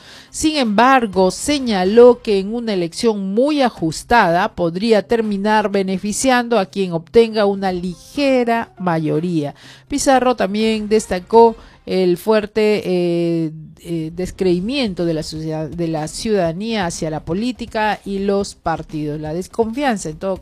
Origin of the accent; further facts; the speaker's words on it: Villa El Salvador, Lima, Peru; los vecinos de Villa El Salvador, resaltando un poco lo orgullosos, ¿no?, que son y que somos de ser de Villa El Salvador.